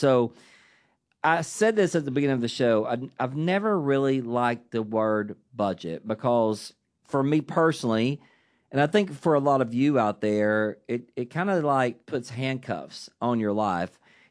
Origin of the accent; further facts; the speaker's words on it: Dayton, Tennessee, United States; accent: country; so you're going to have to put up with my good country accent from Dayton, Tennessee for about an hour here.